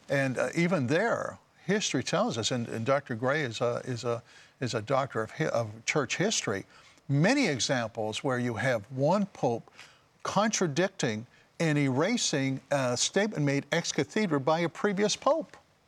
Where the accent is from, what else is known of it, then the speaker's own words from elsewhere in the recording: Canada; Even if he's Canadian, and I'm Canadian